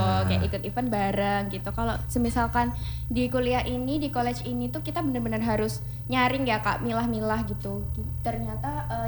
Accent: Karanganyar, Central Java, Indonesia; also born or lived in Surakarta; aku itu kan orang Karanganyar kak, tapi aku high schoolnya di Surakarta.

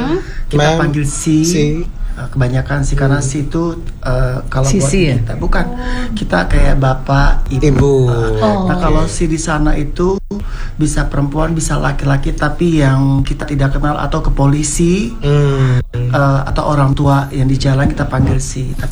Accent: Manado, North Sulawesi, Indonesia; Ada saya Manado aslinya.

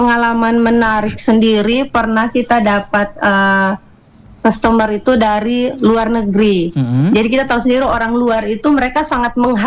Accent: East Nusa Tenggara, Indonesia; kebanggaan kita orang NTT, Nusa Tenggara Timur.

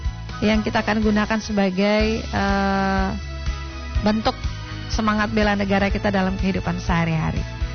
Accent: Gorontalo, Indonesia; kita warga Gorontalo.

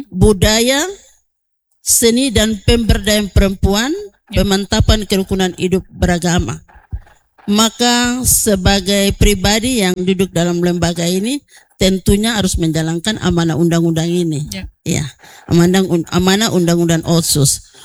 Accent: West Papua, Indonesia; Dan melihat sejauh mana hak dasar orang asli Papua, secara khusus kami suku Doreri.

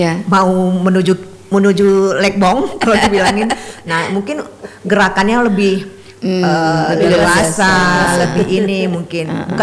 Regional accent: Aceh, Indonesia; Kalau bisa nanti kita dari Aceh Tengah, kalau bisa diambil bibit-bibitnya

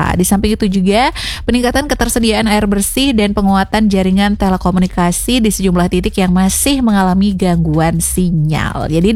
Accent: Lombok, West Nusa Tenggara, Indonesia; kalau kita orang Lombok, jangan sampai nggak tahu ya.

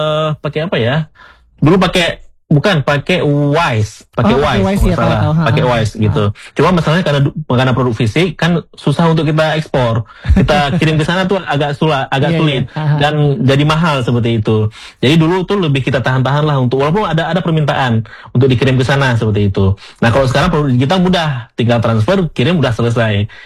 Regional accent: Aceh, Indonesia; Mungkin atau logatnya mungkin kita orang Aceh seperti itu, memang itu jadi ciri khas kita orang-orang Sumatera seperti itu ya.

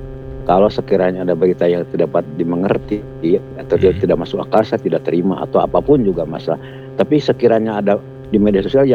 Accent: West Java, Indonesia; Kan saya dari Jawa Barat, ya entah berapa ribu kilometer kan bisa memantau.

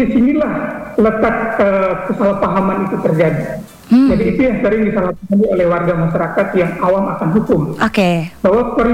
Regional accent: Ende, East Nusa Tenggara, Indonesia; now in Semarang, Indonesia; saya asli orang ND.

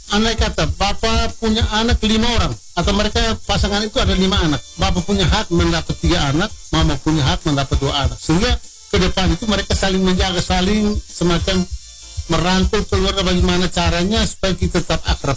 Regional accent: East Nusa Tenggara, Indonesia; Jadi kami orang Tetun, khususnya orang Lidat, di bagian Lidat

